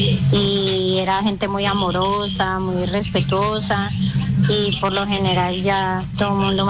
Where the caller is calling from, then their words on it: Pereira, Risaralda, Colombia; Bueno, yo soy de Pereira y me enamoré la segunda vez que vine.